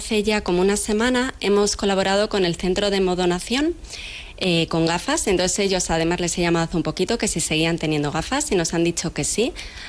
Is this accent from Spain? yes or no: yes; Spain; somos españoles